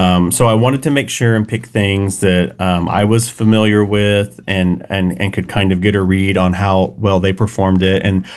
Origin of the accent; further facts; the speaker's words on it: Sapulpa, Oklahoma, United States; he is from Oklahoma originally and grew up in the same hometown where I grew up in Sepulpa, Oklahoma.